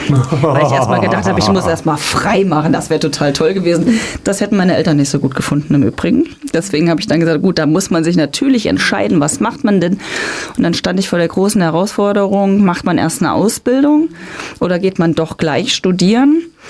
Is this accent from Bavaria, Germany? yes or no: no; Wanfried, Hesse, Germany; ich bin in Wanfried groß geworden. Dann geht man natürlich als erstes auf die Grundschule, auf die Gerhard-Hauptmann-Schule nach Wanfried.